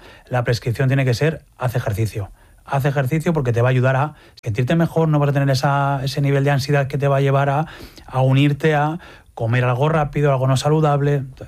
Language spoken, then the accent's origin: Spanish; La Rioja, Spain; A mí eso, como riojano, vamos, es algo que te hace sentirte feliz y te llena